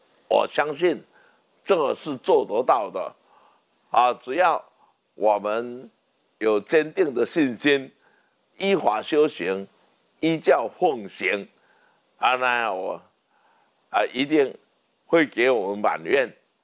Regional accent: Taiwan

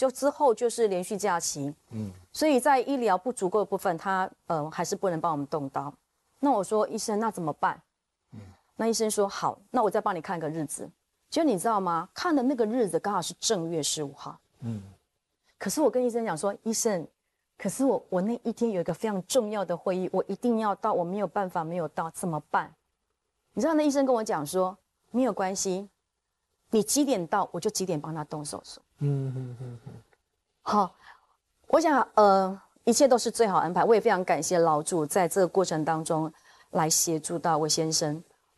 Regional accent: Taiwan; 我们台湾租房子是要押金，

